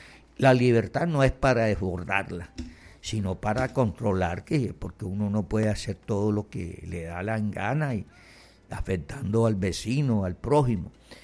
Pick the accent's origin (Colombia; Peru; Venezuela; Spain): Colombia